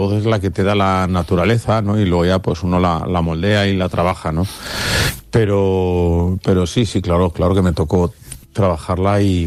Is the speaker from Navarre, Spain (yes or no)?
yes; Pamplona, Navarre, Spain; volví a mi tierra, que es Pamplona